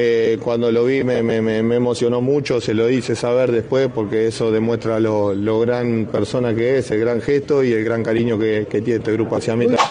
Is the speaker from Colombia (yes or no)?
no; Uruguay; somos uruguayos